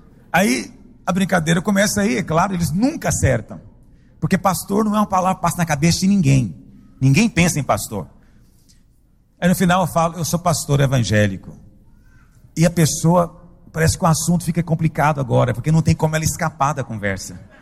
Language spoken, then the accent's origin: Portuguese; Goiânia, Goiás, Brazil; De onde você é? Ah, sou de Goiânia. Ah, Goiânia, já estive lá.